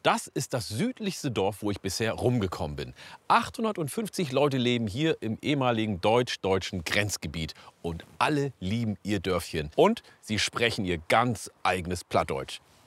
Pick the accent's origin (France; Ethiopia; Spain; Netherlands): Ethiopia; Oromia; now in Germany; Das Gute ist, meine Heimat in Ostafrika, Oromia, liegt in 4000 Meter Höhe. Da bin ich natürlich die Höhen gewohnt, aber der platte Norden hat mich ein bisschen versaut.